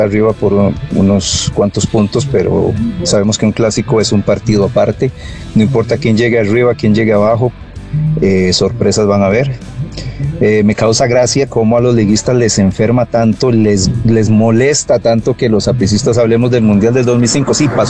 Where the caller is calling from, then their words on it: Cartago, Costa Rica; desde Cartago.